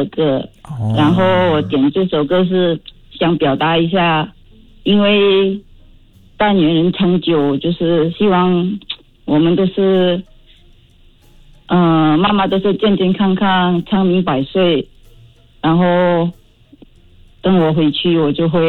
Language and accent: Chinese; Indonesia; now in Australia; 对呀、我是印尼的朋友。